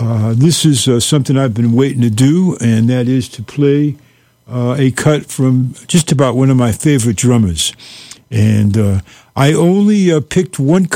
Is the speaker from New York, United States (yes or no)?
no; Boston, Massachusetts, United States; speaking of my hometown